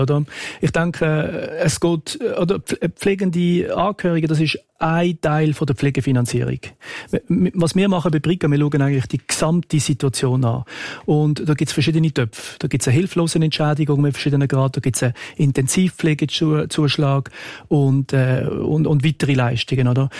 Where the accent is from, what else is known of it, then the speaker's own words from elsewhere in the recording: Switzerland; Wenn wir das als Schweizer Bevölkerung